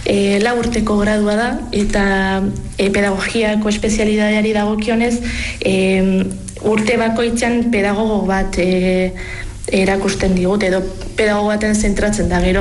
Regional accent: Lesaka, Navarre, Spain; moved away; nik orain lesakara bueltatzen naizenean

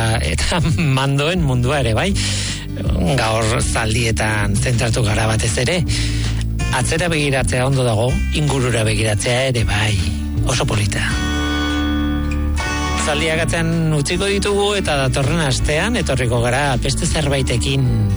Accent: San Sebastián, Basque Country, Spain; born there; gogoratzen dut txikitan, oraindik gurdiak elitzen zirela Donostian

